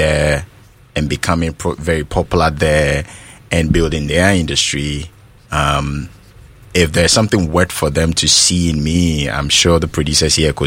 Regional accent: Ghana; I'm Ghanaian, and Ghana gave me all the opportunities I could think of.

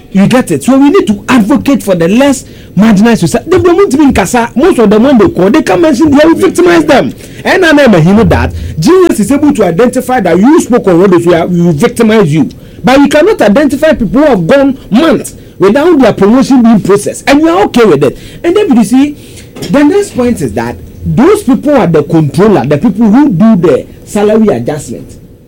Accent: Ghana; my hometown, Achimesium

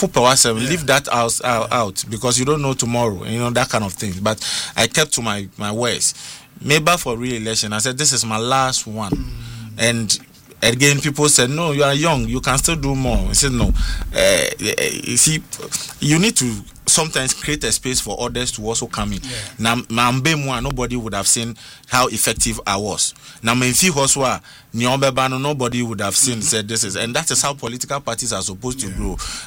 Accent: Tema, Greater Accra, Ghana; I was born bred in Tema Committee 9.

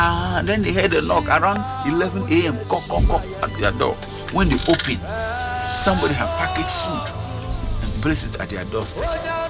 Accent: Volta, Ghana; So tomorrow, the grand launch will be at Angloga in the Volta region. I'm from Volta and to be there. So we are all going home.

